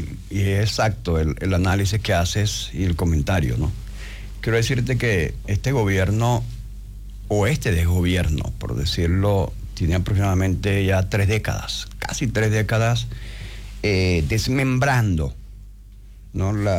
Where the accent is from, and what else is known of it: Venezuela